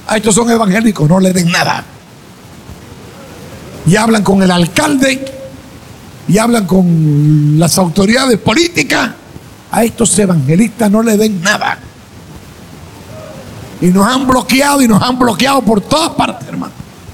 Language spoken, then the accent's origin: Spanish; Peru; Si somos peruanos.